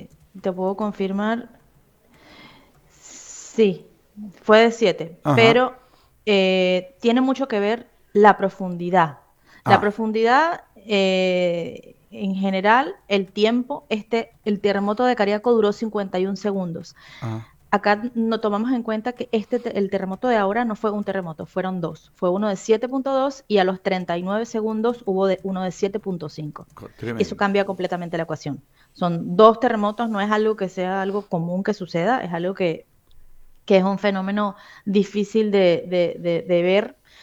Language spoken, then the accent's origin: Spanish; Venezuela; now in Bahía Blanca, Argentina; En la ciudad de donde soy inicialmente, en Venezuela, no afectó el terremoto.